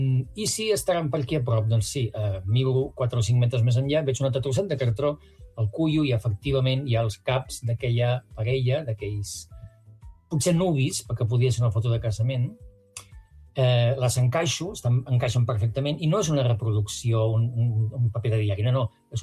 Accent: Barcelona, Catalonia, Spain; also born or lived in Creixell / Torredembarra; now in Empordà, Spain; Jo soc barceloní i visc a l'Empordà, imagina't, no? Jo vaig passar la infantesa entre Creixell i Torredembarra, aquella zona, però, clar, jo era un barceloní trasplantat

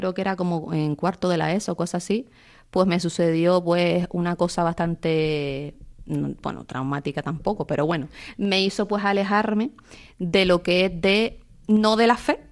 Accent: Las Palmas de Gran Canaria, Canary Islands, Spain; me crié en Buenarteme.

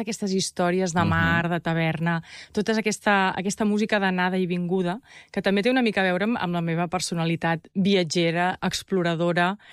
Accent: Catalonia, Spain; perquè més jo he crescut molt a l'Empordà, m'agrada molt el mar

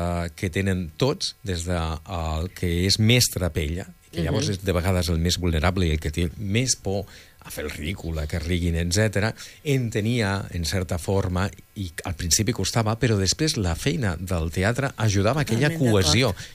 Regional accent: Vila-seca, Catalonia, Spain; Jo sóc de Vilaseca, estava a Tarragona

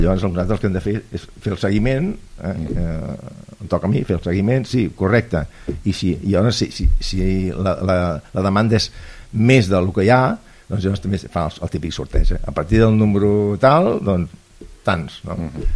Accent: Barcelona, Catalonia, Spain; Jo potser perquè sóc de Barcelona i em moro de calor, no?

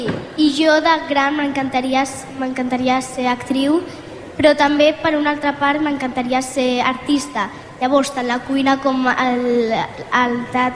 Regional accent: Sant Boi de Llobregat, Catalonia, Spain; per Sant Boi a mi m'encanta, són les meves arrels, Sant Boi, i és el meu poble i ho estimo moltíssim.

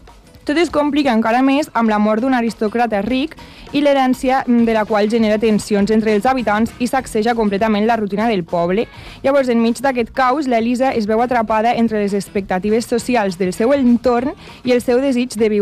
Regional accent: Lleida, Catalonia, Spain; moved away as an adult; now in Bellaterra, Spain; jo soc de Lleida.

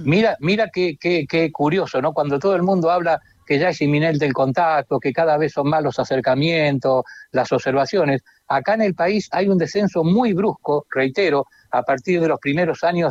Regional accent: Argentina; Yo investigo en mi país, en Argentina, lo hemos recorrido de norte a sur.

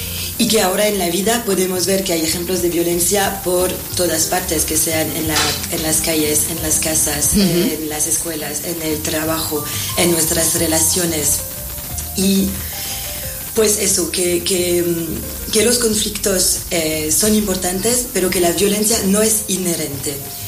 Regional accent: Belgium; Spanish is a second language; now in Spain; Soy belga.

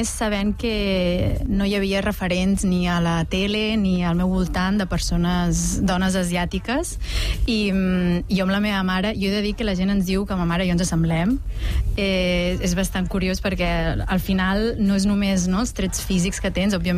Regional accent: Reus, Catalonia, Spain; also born or lived in Nepal; jo dic soc de Reus i la gent em pregunta, no, realment d'on ets, d'on vens?

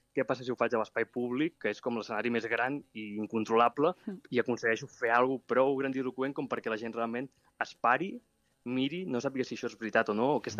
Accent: Mataró, Catalonia, Spain; jo que sóc de Mataró i hem amat pirotècnia des de ben petit i la pólvora em transporta en un lloc molt maternal i molt nostàlgic i molt bonic

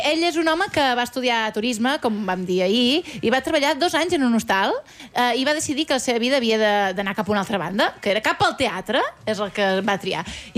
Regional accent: Breda, Catalonia, Spain; Perquè jo sóc de Breda, bueno, sóc batejada de Breda.

